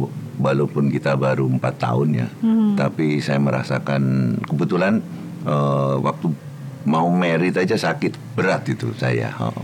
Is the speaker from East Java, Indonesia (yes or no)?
no; Klaten, Central Java, Indonesia; Sementara saya ini orang Klaten. Jadi beda banget gayanya gitu.